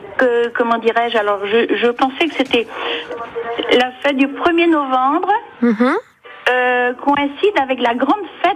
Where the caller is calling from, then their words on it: Brittany, France; je suis de Lamploirzel.